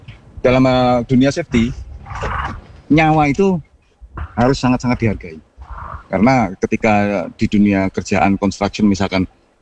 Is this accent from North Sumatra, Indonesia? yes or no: no; Malang, East Java, Indonesia; Saya warga Malang